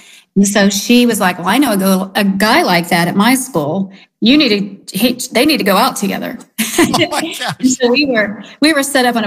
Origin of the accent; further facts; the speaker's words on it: Oklahoma, United States; Well, I'm an Oklahoman bred through and through. I even have an eighth of a Cherokee, native Cherokee, in our family.